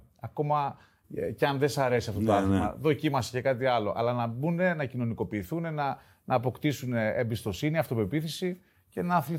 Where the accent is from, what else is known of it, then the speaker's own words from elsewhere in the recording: Athens, Attica, Greece; born there; Γεννήθηκα στην Αθήνα